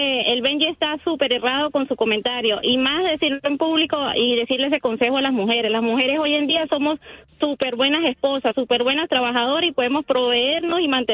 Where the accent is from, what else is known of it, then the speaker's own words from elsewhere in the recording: Venezuela; Soy de Venezuela.